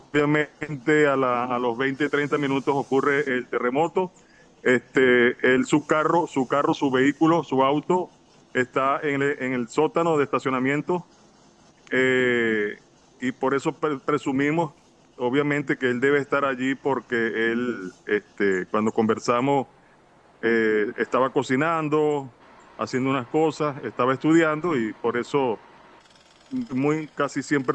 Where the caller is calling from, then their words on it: Spain; Somos españoles.